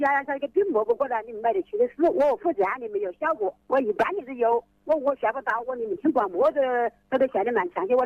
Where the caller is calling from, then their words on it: Wuhan, Hubei, China; 我是菜田区的张湾街的。